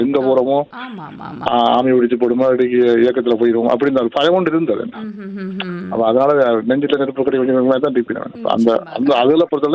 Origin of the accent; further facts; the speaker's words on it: Northern Province, Sri Lanka; born there; moved away